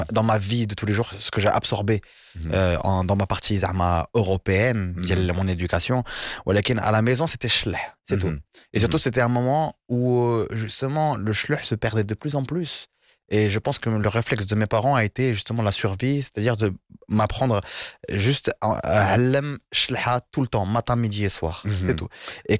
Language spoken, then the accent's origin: French; France; born there; Moi, je suis né en France, donc je fais partie de la je suis issu de cette génération de la diaspora.